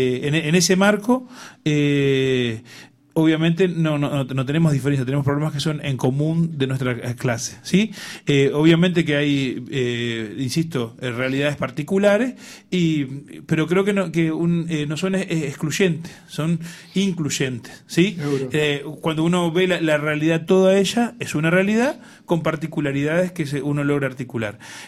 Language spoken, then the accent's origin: Spanish; Rivera, Uruguay; en la frontera norte, donde vengo yo, de la Ribera